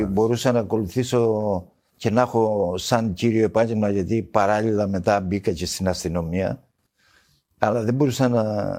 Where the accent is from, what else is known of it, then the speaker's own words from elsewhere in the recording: Heraklion, Crete, Greece; also born or lived in Lefkochori / Arkalochori; Γεννήθηκα στο Λευκοχώρι, ένα χωριό έξω από το Αρκαλοχώρι. Μεγάλωσα στο Ηράκλειο